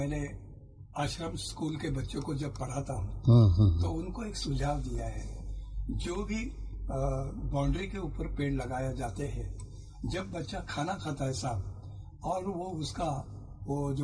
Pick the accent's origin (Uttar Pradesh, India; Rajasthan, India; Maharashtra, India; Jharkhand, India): Maharashtra, India